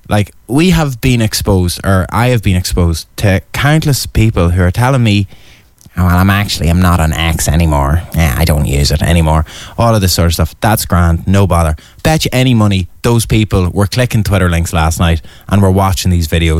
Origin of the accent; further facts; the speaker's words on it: Barcelona, Catalonia, Spain; We're from Barcelona. I'm from Barcelona here on 8radio.com.